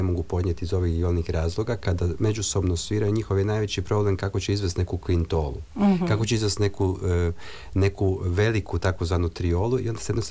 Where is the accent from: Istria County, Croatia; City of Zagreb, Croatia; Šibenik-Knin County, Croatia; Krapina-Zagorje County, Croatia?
City of Zagreb, Croatia; Zagreb; accent: Zagreb (purger) accent; ja imam i mađarske i srpske, ali rodom sam Zagrepčan, kao što se čuje po mojom lijepom čičeće akcentu.